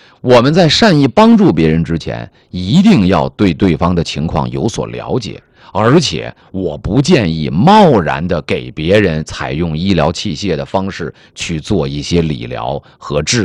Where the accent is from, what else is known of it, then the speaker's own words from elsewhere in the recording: Tianjin, China; 咱们天津人